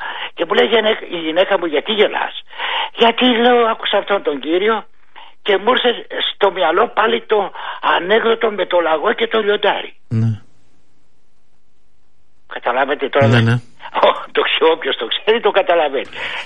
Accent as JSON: {"language": "Greek", "country": "Greece", "said": "Εγώ είμαι Έλληνας φορολογουμένος και πληρώνω την ΕΡΤ."}